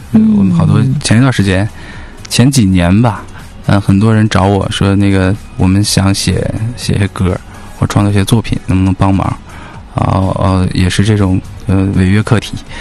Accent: Northeast China, China; 我们东北人讲话就是半截的

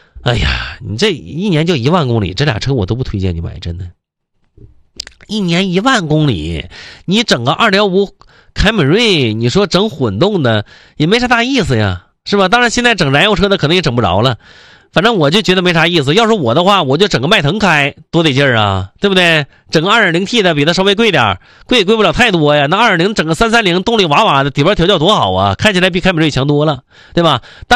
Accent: Jilin, China; 咱吉林省去年6月25号置换补贴结束的

